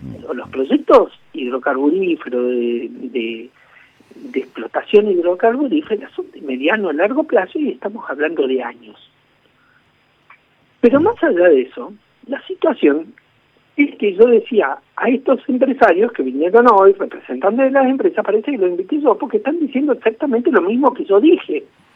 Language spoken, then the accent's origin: Spanish; Neuquén, Argentina; Soy neuquino, Neuquén capital, mi familia, una de las primeras de la provincia